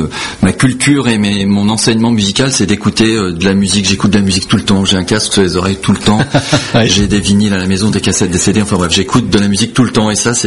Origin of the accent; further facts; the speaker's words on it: Portugal; qui n'est pas du tout moi je suis portugais, et Philippe, Philippe, c'est en Espagne